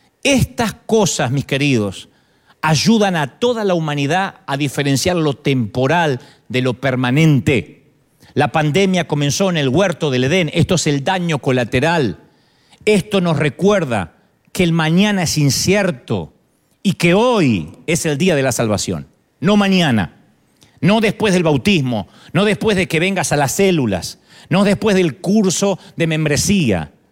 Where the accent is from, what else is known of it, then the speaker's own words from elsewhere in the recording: Argentina; now in United States; Las iglesias en Argentina, en mi país